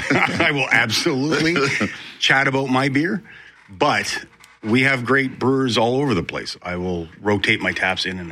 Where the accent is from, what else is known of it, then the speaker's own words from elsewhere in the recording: Winnipeg, Manitoba, Canada; we're all from Charleswood and St. James